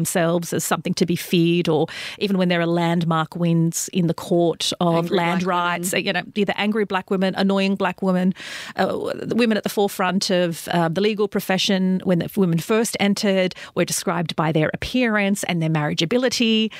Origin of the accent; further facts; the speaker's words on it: Sydney, New South Wales, Australia; I was raised in Western Sydney at a time of the so-called War on Terror.